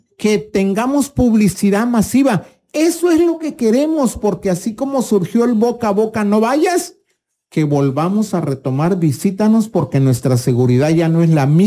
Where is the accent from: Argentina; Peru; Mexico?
Mexico; Tapachula, Chiapas; nosotros decíamos, venimos de Tapachula.